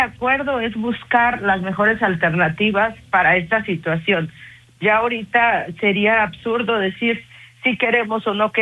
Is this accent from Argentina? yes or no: no; Aguascalientes, Mexico; en Aguascalientes, la verdad yo se los he dicho, somos la Suiza de México, trabajamos diferente.